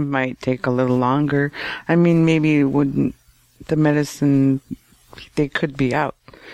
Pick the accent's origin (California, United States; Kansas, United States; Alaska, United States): Alaska, United States; Gambell; now in Nome, United States; So I think getting care is easier in Nome, mm-hmm. because it's readily available.